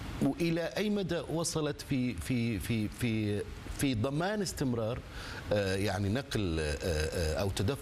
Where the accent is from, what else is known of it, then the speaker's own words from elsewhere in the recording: Saudi Arabia; عندنا في السعودية